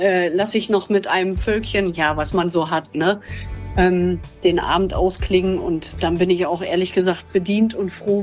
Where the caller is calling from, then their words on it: Straelen, North Rhine-Westphalia, Germany; ich komme aus Strahlen